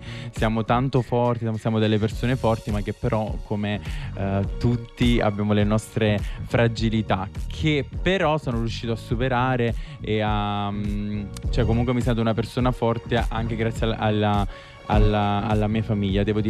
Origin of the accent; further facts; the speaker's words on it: Marcianise, Campania, Italy; also born or lived in Salerno; io in realtà sono di Marcianise, provincia di Caserta, però ovviamente le mie origini, e lo voglio dire, sono napoletane, perché i miei nonni sono napoletani, quindi il mio sangue è un po' napoletano.